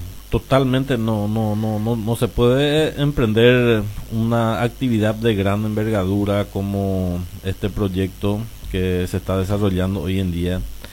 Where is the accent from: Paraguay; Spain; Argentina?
Paraguay